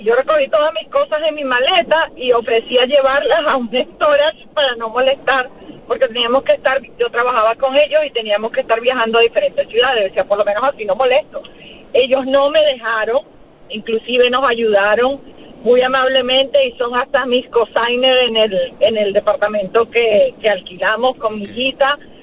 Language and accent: Spanish; Venezuela; now in Mexico; No, me pasó aquí cuando llegué de Venezuela en agosto del 2024. Le pedí a una familia mexicana amiga de hacía veintitantos años que me recibieran mientras me establecía por un mes.